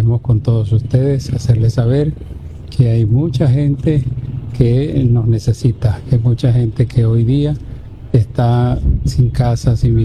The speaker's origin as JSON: {"language": "Spanish", "country": "Venezuela", "said": "nosotros como pueblo venezolano sabemos levantarnos"}